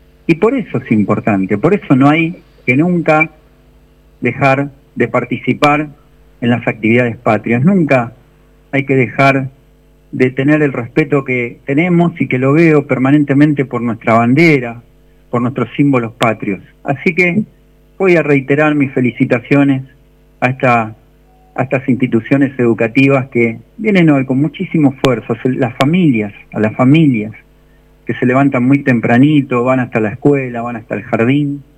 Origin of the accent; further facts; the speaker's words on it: Argentina; patria somos los argentinos y las argentinas